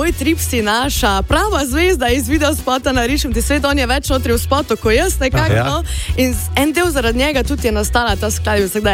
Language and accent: Slovenian; Styria, Slovenia; jaz sem sicer Štajerka, bolj z pohorskih koncov